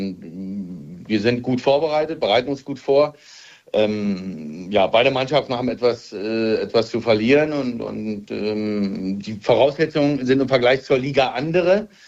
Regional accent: Berlin, Germany; Ich bin in einer Zeit in Berlin aufgewachsen. Ich wurde gerade volljährig. Die Wende, der Mauerfall war noch gar nicht so lange vorbei.

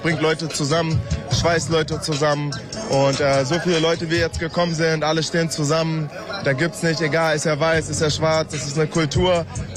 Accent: Braunschweig, Lower Saxony, Germany; moved away; ich bin aus Braunschweig

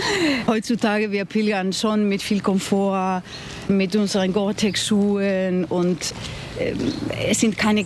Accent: Spain; now in Lübeck, Germany; Ich komme selber aus Spanien

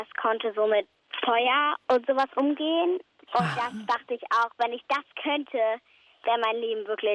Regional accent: Hamburg, Germany; Ich bin 9 Jahre alt und ich komme aus Hamburg.

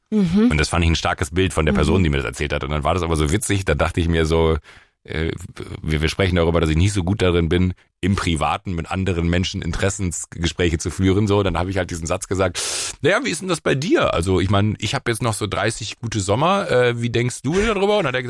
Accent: Rhineland, Germany; Also ich bin im Rheinland da groß geworden, ich bin mit dem Fahrrad in irgendwelche Wälder gefahren, wir haben irgendwelche Hütten gebaut

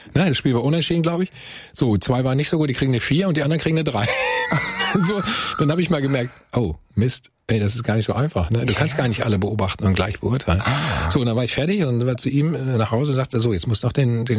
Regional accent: Bielefeld, North Rhine-Westphalia, Germany; ich komme aus Bielefeld, aus der Ecke

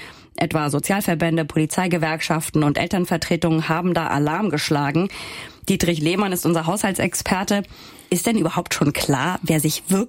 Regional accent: Hamburg, Germany; ich als Hamburgerin

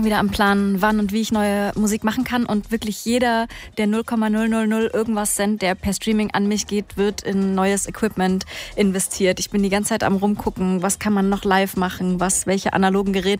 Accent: Saxony, Germany; Da spiele ich immer auf dem Highfield. Das ist die Ecke, wo ich herkomme.

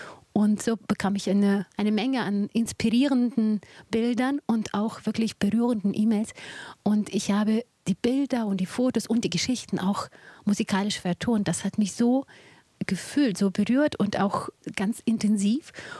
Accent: Ukraine; moved away as an adult; now in Germany; Ich bin in der Ukraine geborene Judin und bin mit 19 nach Deutschland gekommen.

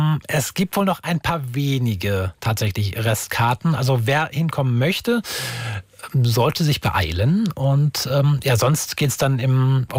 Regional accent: Wolfenbüttel, Lower Saxony, Germany; born there; Die wird in meiner Geburtsstadt im Wolfenbüttel sein.

